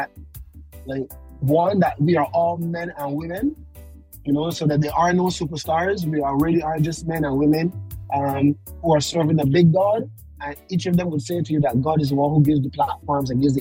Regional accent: Trinidad & Tobago; from Trinidad and Tobago

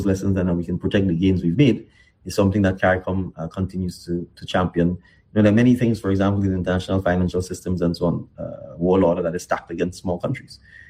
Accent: Grenada; moved away as an adult; also born or lived in Barbados / Trinidad and Tobago; I was born in Grenada, primary and secondary school, educated in Grenada, but I got the opportunity to be educated at the University of the West Indies, which is a melting pot of Caribbean education in Barbados and then in Trinidad and Tobago.

